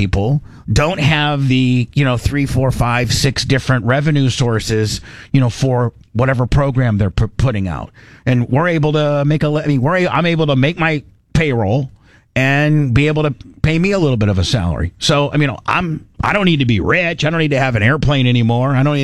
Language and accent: English; Indiana, United States; Now, growing up in Indiana is just a whole thing in itself.